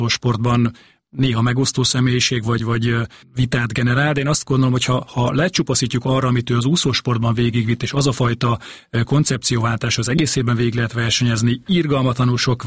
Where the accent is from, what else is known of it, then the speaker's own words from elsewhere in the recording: Zalaegerszeg, Zala, Hungary; ő is zalaegerszegi, mint ahol én származom